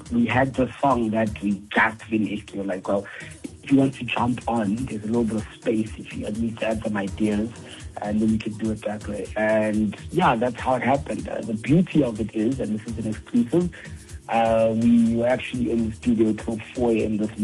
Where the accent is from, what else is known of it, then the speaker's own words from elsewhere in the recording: Soweto, Gauteng, South Africa; Joburg, born and bred. Born and bred in Joburg.